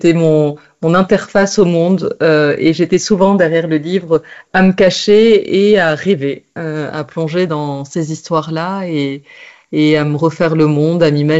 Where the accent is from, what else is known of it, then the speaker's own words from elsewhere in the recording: Tunisia; Les langues autour de moi, c'était le tunisien. J'ai grandi en Tunisie, c'était le tunisien et le français.